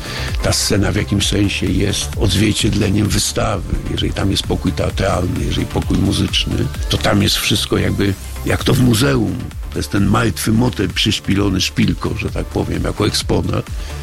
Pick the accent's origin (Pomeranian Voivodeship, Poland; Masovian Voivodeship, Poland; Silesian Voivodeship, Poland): Pomeranian Voivodeship, Poland; Sopot